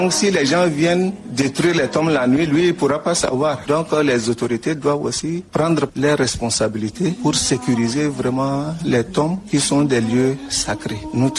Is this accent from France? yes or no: no; Chad; chez nous au Tchad